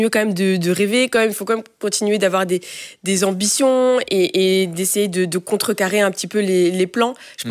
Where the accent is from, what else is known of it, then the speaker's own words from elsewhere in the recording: Molenbeek, Brussels-Capital Region, Belgium; also born or lived in Tubize; J'ai grandi à Molenbeek, je suis née à Molenbeek, j'ai grandi jusqu'à mes 12 ans. Et puis je suis partie quelques années à Tubize et puis je suis revenue à Bruxelles, ouais.